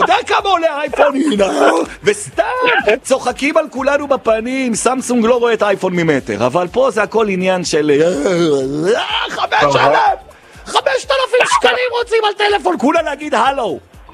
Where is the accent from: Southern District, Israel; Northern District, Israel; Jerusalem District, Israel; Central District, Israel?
Jerusalem District, Israel; Jerusalem; born there; בגלל שאני נולדתי בארץ, זכיתי להיות קודם כל יהודי ואחרי זה ישראלי שנולד בירושלים ובעזרת השם ימות בירושלים